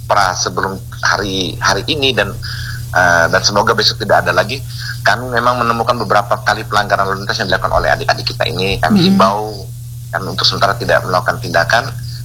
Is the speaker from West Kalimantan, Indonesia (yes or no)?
no; Ende, East Nusa Tenggara, Indonesia; sebuah kebanggaan bagi kita orang ND, orang Flores, orang NTT, dan orang Indonesia.